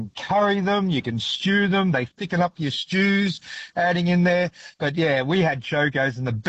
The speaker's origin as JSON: {"language": "English", "town": "Brisbane", "region": "Queensland", "country": "Australia", "tie": "born or raised there", "said": "I've just turned 58 this year, and I grew up in Brisbane. So I was a Brisbane boy in the suburbs out around Anagra, Mitchelton, that area."}